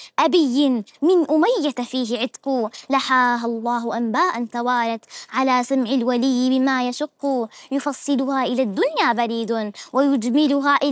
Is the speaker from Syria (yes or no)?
yes; Hauran, Syria; أنا ابنة مهدي الثورة وسهلها العامل بالخير والعلم،